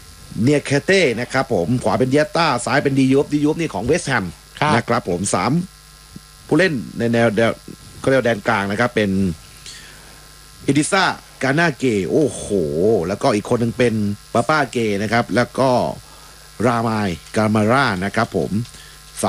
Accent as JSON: {"language": "Thai", "region": "Southern Thailand", "country": "Thailand", "said": "ใช่ถ้าสวนยางเนี่ยผมก็เป็นคนใต้เหมือนกันก็เรียกว่าตอนกลางคืนในช่วงนี้เนี่ยใช่เลยเวลาที่ชาวสวนยาง"}